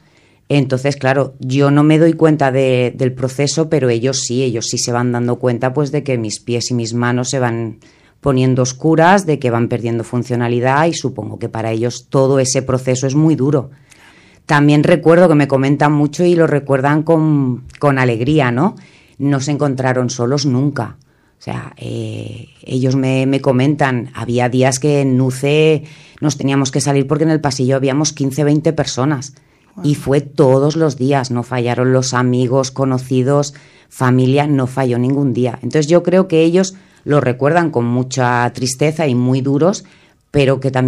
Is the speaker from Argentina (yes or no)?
no; Montornès del Vallès, Catalonia, Spain; Pues es mi pueblo. Yo me crié aquí, nací aquí, me casé aquí, tuve mis hijos aquí, trabajaba en Montornés, o sea, es mi pueblo.